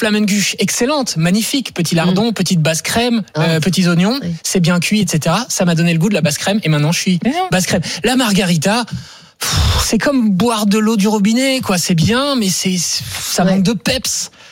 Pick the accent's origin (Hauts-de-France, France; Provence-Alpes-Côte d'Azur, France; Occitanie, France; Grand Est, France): Grand Est, France; je suis lorrain